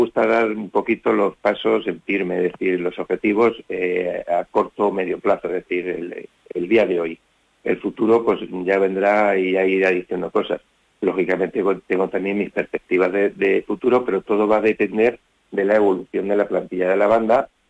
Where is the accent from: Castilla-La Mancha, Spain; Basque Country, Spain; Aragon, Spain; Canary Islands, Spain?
Castilla-La Mancha, Spain; Villarrobledo; Cuando yo empecé a estudiar música en Villarrobledo, que yo soy natural de Villarrobledo, pues como te he dicho antes, yo era un niño con 8 años